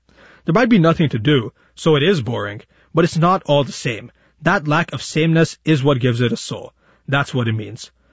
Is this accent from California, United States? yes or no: yes; Fremont, California, United States; I'm from Fremont, and one of the most common critiques I see of my city is that it's soulless.